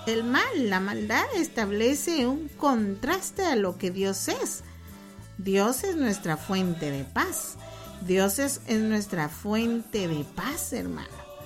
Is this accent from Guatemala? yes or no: yes; Chimaltenango, Guatemala; nosotros somos de Chimaltenango, pero ahora andábamos allá por Sololá.